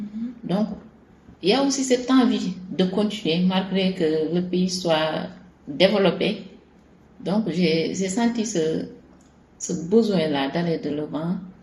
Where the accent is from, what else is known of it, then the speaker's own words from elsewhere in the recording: Dakar, Senegal; je suis journaliste. Je viens de Dakar au Sénégal.